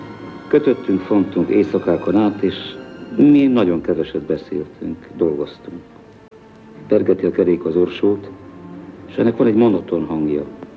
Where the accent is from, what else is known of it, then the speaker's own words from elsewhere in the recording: Szentes, Csongrád-Csanád, Hungary; born there; now in Budapest, Hungary; Szentesen születtem egy nagyvárosban